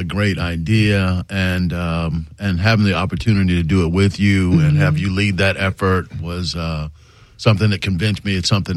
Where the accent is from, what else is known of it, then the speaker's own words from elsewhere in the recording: Richmond Heights, Florida, United States; also born or lived in Panama; I'm originally from Panama in Central America, but when we moved here to America, we moved to Richmond Heights, a home that my mother still lives in today. And, you know, growing up in Richmond Heights